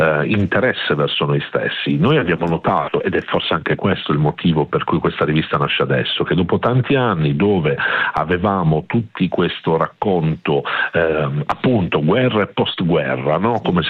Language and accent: Italian; Bari, Apulia, Italy; sono barese